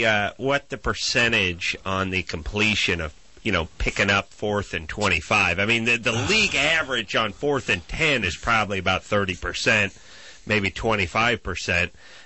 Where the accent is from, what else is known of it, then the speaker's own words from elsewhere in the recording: Los Angeles, California, United States; I grew up in Los Angeles